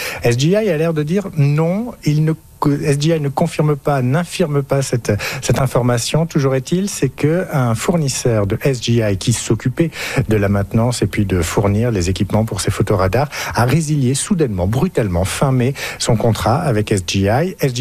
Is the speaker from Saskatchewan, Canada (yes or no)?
yes; Saskatchewan, Canada; Et c'est arrivé chez nous, en Saskatchewan, plus précisément dans une exploitation du sud-est de Regina.